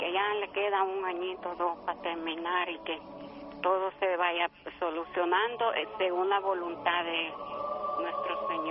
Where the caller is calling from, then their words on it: New York City, New York, United States; Usted sabe que … del Bronx, Nueva York.